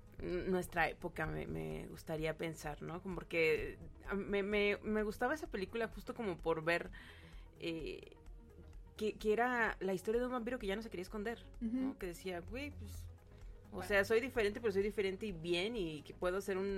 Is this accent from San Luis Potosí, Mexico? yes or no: yes; San Luis Potosí, Mexico; nosotros somos de San Luis Potosí